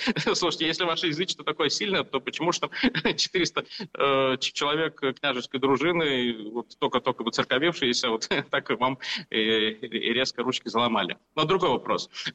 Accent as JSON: {"language": "Russian", "country": "Russia"}